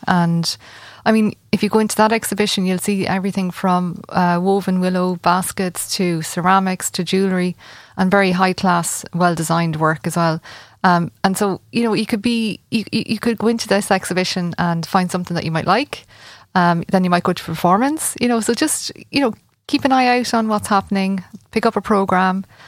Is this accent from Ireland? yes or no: yes; Ireland; And like, I'm an Irish speaker and I taught for over 10 years in the Gaelic school. And so I'm still really, I love the Irish language. And I'm passionate about being Irish, yeah.